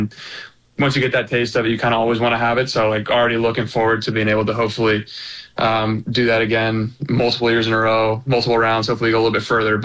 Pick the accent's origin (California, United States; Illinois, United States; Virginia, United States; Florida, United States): California, United States; moved away; I come from California, so I had no idea what to expect or anything like